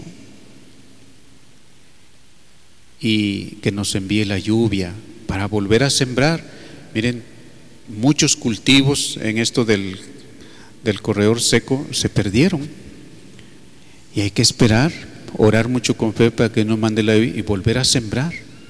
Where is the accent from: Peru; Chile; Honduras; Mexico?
Honduras; Ahí somos nosotros los hondureños.